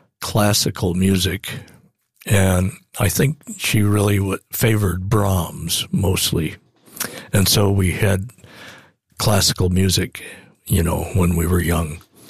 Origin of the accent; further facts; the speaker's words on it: Falmouth, Maine, United States; also born or lived in Montreal / Fort Myers Beach, Florida; now in Florida, United States; Well, where I grew up was in Maine, Falmouth, Maine. But I found out that I've been living in Florida more years than I lived in Maine when I grew up.